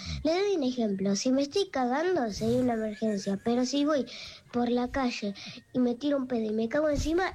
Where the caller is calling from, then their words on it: Temperley, Buenos Aires Province, Argentina; de Temperley y Villascarrillo.